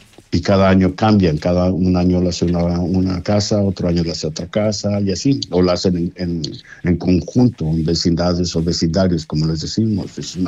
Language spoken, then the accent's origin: Spanish; Mexico; pues la comunidad mexicana que tenía desde hace años, hace de 40 años, éramos como 15 mexicanos acá